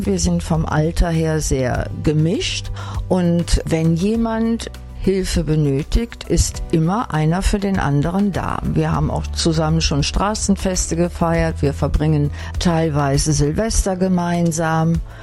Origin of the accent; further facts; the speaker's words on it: Brühl, North Rhine-Westphalia, Germany; born there; now in Erftstadt, Germany; Gebürtig bin ich aus Brühl und wohne seit 1991 in Erftstadt-Lechenich.